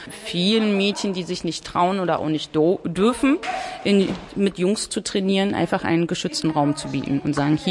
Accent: Berlin, Germany; ich bin hier in Kreuzberg groß geworden

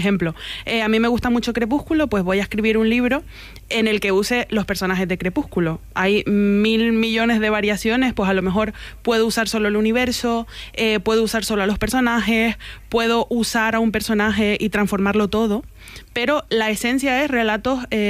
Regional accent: Granadilla de Abona, Canary Islands, Spain; me lo llevo yo a Granadilla de Abona, a mi pueblo

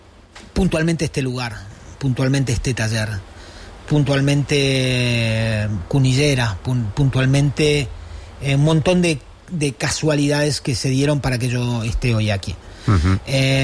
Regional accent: Patagonia, Argentina; en mi provincia, yo soy de la Patagonia

